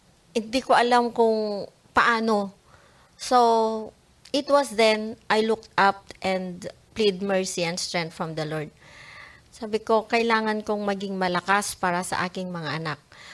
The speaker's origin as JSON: {"language": "Tagalog", "region": "Cagayan Valley", "country": "Philippines", "lives_now": "Santiago City, Philippines", "said": "So, ako ay from Nueva Vizcaya at ang aking asawa naman ay from Cagayan Province. Pero nakatira kami sa Santiago City, Isabela."}